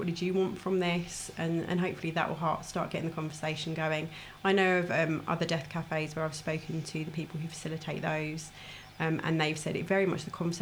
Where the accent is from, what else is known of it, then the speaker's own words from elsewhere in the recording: Trowbridge, South West England, United Kingdom; I'm from Trowbridge myself.